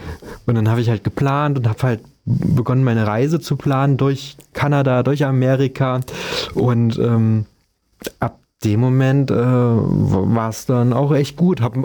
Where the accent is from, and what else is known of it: Germany